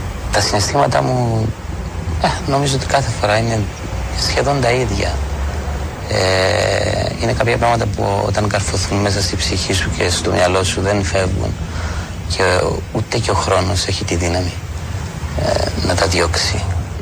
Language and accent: Greek; Cyprus; Μεγάλωσα στην Κύπρο, τέλειωσα το σχολείο, τέλειωσα φαντάρος